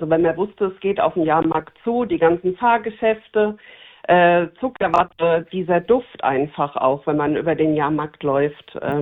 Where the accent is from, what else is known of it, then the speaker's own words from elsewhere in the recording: Bad Kreuznach, Rhineland-Palatinate, Germany; born there; Also ich bin in Bad Kreuznach geboren.